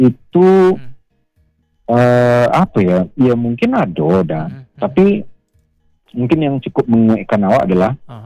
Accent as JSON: {"language": "Indonesian", "region": "West Sumatra", "country": "Indonesia", "also_born_or_lived": "Bali", "said": "kita orang Minang"}